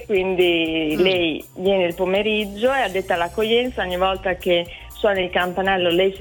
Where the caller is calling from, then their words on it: Imola, Emilia-Romagna, Italy; Da Imola.